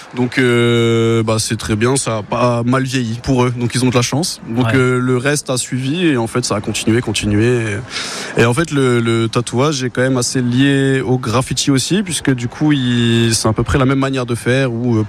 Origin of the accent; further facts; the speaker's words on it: Metz, Grand Est, France; Alors bonjour, du coup c'est l'ASDEF et je viens de Metz.